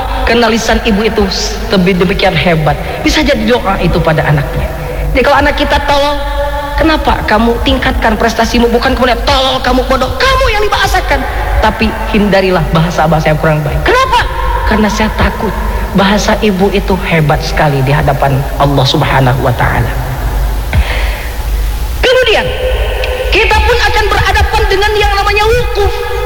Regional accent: Garut, West Java, Indonesia; Tapi karena bapak saya orang Garut, ibu saya juga orang Garut.

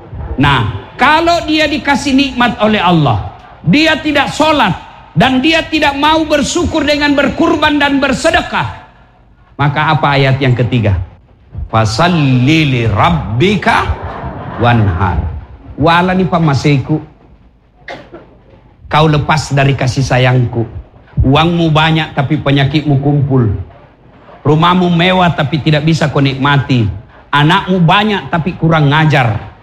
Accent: Sulawesi, Indonesia; now in Kalimantan, Indonesia; kita juga orang Sulawesi

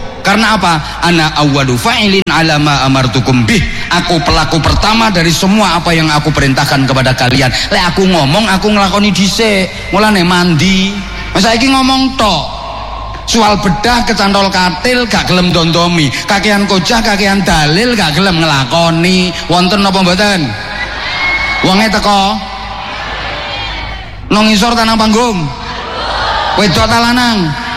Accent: Poncokusumo, East Java, Indonesia; Saya ini dari Poncokusumo Malang sana loh.

